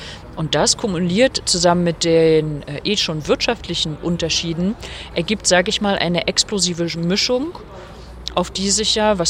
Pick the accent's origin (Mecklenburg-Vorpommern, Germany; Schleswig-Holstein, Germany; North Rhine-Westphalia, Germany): Mecklenburg-Vorpommern, Germany; Rostock; weshalb ich aber trotzdem Rostock nach wie vor meine Heimat liebe.